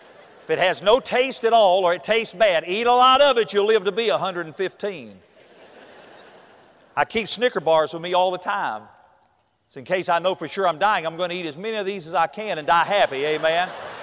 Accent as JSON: {"language": "English", "region": "North Carolina", "country": "United States", "tie": "born or raised there"}